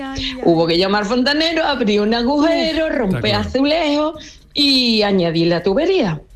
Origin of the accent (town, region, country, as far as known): Dos Hermanas, Andalusia, Spain